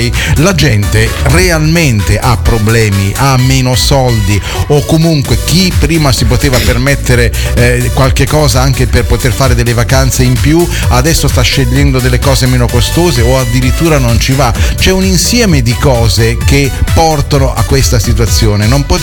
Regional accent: Rome, Lazio, Italy; Io da romano non ho mai visto delle scene simili

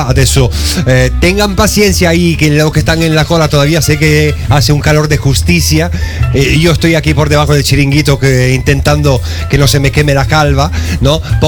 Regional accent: Friuli-Venezia Giulia, Italy; Io friulano

